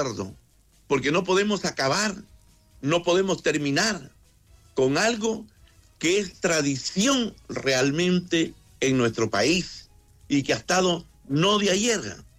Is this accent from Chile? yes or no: yes; Chile; tenemos que sentir que los 365 días del año somos chilenos de corazón